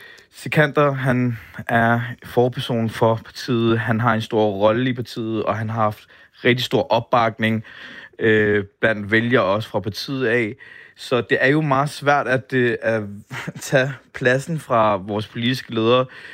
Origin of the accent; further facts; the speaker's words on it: Copenhagen, Capital Region of Denmark, Denmark; Opvokset på Nørrebro, været her mange år.